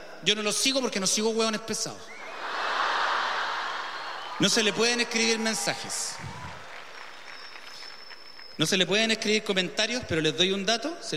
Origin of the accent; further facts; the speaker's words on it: Chile; Me gusta ser chileno. Me gusta vivir acá. Me gusta ser chileno. Es entretenido vivir en Chile.